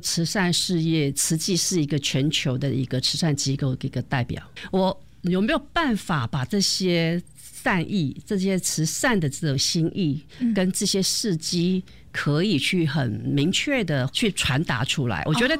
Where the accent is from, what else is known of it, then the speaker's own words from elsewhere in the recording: Hualien, Hualien County, Taiwan; 那我是花莲出生长大的孩子，慈济在花莲或在台湾它算是一个很重要的一个精神指标，那我身为一个花莲人